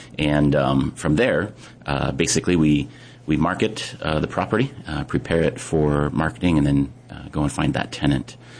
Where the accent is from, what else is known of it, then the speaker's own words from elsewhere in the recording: Apple Valley, California, United States; born there; moved away as an adult; now in Honolulu, United States; I was born in Apple Valley, California. It's a little town in the high desert of Southern California. And when I was about 23, I joined the Air Force. And my first and only tour was here in Hawaii.